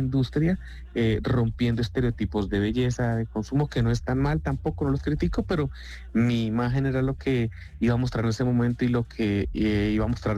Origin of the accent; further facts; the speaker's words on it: Bogotá, Colombia; Así que soy un bogotano que ama el sueño de vivir de la música, por difícil que parezca.